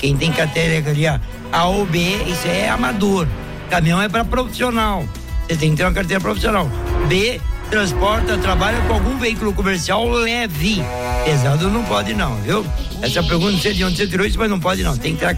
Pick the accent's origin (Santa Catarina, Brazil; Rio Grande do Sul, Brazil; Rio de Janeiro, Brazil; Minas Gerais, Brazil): Santa Catarina, Brazil; Guabiruba; sou de Guabiruba, Santa Catarina.